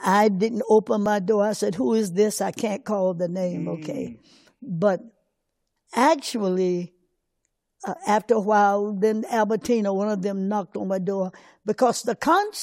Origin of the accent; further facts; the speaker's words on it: Durham, North Carolina, United States; moved away; I was living in Durham, North Carolina, born and raised in Durham.